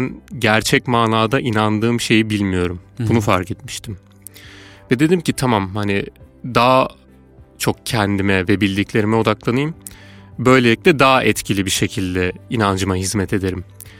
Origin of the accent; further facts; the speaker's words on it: Malatya, Turkey; 27 yaşındayım, Malatyalıyım. Sunni bir geçmişe sahibim.